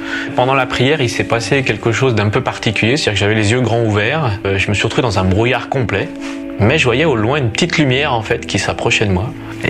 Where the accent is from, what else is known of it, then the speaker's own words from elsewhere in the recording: France; now in Switzerland; je suis français, je vis en Suisse. Je suis issu d'une famille catholique pratiquante.